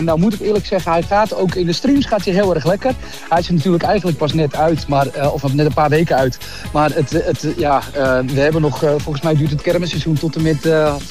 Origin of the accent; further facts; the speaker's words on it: North Holland, Netherlands; ik kom natuurlijk uit Noord-Holland